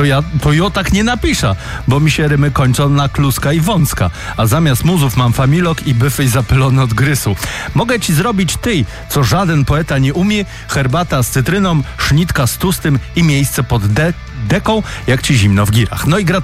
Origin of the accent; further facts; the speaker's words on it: Bytom, Silesian Voivodeship, Poland; born there; Ja wprawdzie urodziłem się w Bytomiu, ale po śląsku nie godam